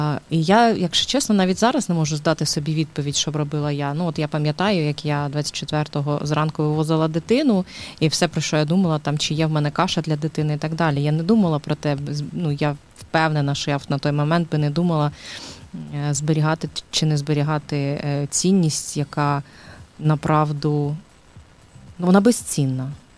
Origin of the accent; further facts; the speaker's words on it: Dnipro, Dnipropetrovsk Oblast, Ukraine; moved away; also born or lived in Slobozhanshchyna; я ж сама з Дніпра, тому Слобожанщина – це мій рідний край.